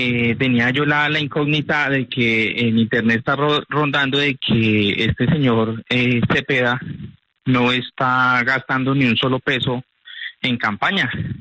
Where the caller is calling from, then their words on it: Bogotá, Bogotá D.C., Colombia; le hablo desde la ciudad de Bogotá.